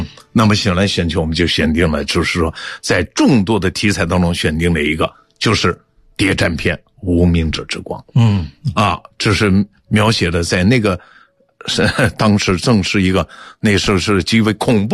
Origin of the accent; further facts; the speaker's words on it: China; 这是我们中国人，我们还非常是质朴善良的，这是我们中国人的美德。